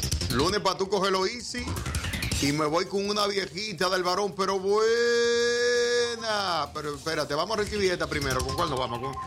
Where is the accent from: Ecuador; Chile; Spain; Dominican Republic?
Dominican Republic; Cibao; nosotros somos de aquí del Cibao. Cibaeño es pura cepa